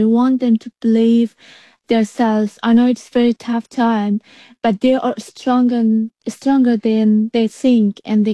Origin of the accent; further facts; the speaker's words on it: Ghazni, Afghanistan; moved away; I've grown up in a very small village. It was similar like Everest base camp. Obviously, it was very tough to go climb in Afghanistan, or specifically in a village.